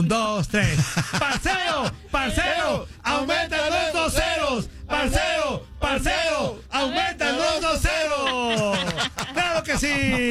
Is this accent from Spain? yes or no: no; Mexico